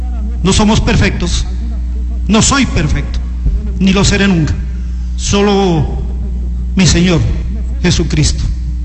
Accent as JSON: {"language": "Spanish", "town": "Macas", "region": "Morona Santiago", "country": "Ecuador", "tie": "born there", "said": "mi querida ciudad de Macas, de mi Macas fuente de amor y riqueza, tierra linda donde yo nací"}